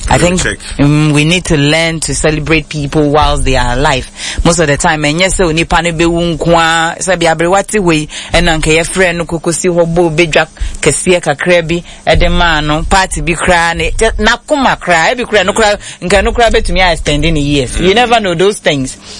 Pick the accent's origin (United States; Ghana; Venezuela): Ghana; When I nanka Nigeria, I am from Ghana.